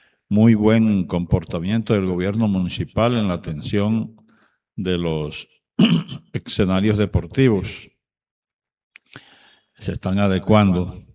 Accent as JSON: {"language": "Spanish", "town": "San Juan del Cesar", "region": "La Guajira", "country": "Colombia", "said": "uno como sanjuanero"}